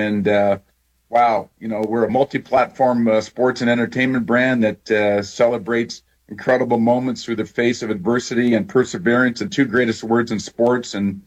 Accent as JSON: {"language": "English", "country": "Canada", "lives_now": "New York, United States", "said": "For me, being a Canadian, adopted son of New York"}